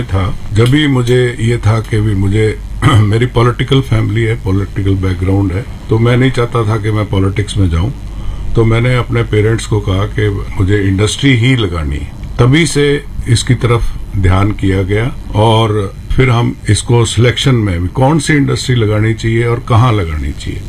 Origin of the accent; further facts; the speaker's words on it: Rajasthan, India; हम राजस्थान के रहने वाले हैं